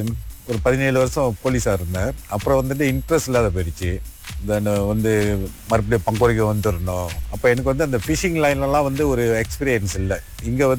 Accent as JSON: {"language": "Tamil", "town": "Pangkor", "region": "Perak", "country": "Malaysia", "tie": "born or raised there", "also_born_or_lived": "Sitiawan", "said": "நான் பிறந்த ஊரு, ஃபம் த்ரீ வரைக்கும் பங்கூர்ல படிச்சேன்."}